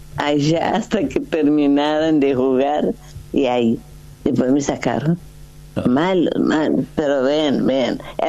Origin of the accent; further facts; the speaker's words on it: Cape Verde; now in Argentina; Cabo Verde es mi tierra, Argentina es mi tierra, los chicos caboverdianos son míos